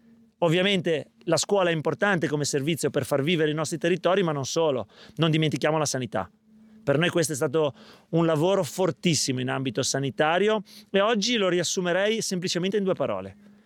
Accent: Ronco Scrivia, Liguria, Italy; born there; sono nato a Ronco Scrivia, vivo a Ronco Scrivia

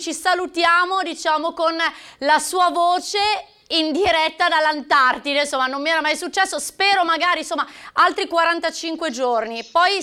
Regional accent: Genoa, Liguria, Italy; Siamo genovesi

